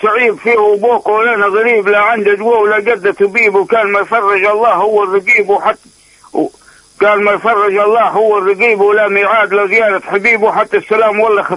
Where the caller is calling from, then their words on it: Tataouine Governorate, Tunisia; ريف البير الأحمر بين البير الأحمر والشهبانية.